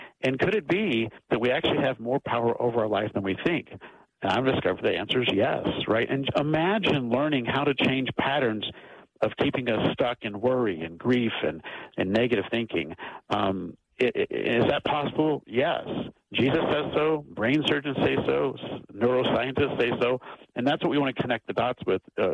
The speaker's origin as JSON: {"language": "English", "region": "Texas", "country": "United States"}